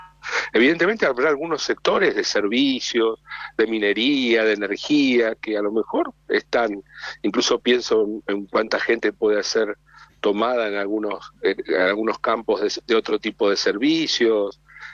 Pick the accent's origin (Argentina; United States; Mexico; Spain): Argentina; Buenos Aires metropolitan area; moved away as an adult; now in Mendoza, Argentina; yo, si soy originario del AMBA, estoy en Mendoza